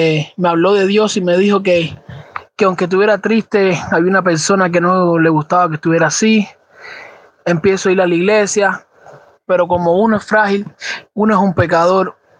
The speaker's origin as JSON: {"language": "Spanish", "country": "Cuba", "said": "Soy de acá, de Cuba"}